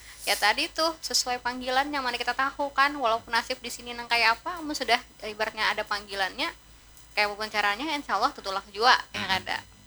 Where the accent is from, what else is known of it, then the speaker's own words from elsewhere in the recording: South Kalimantan, Indonesia; Pasti kan karena kita orang Banjar nih.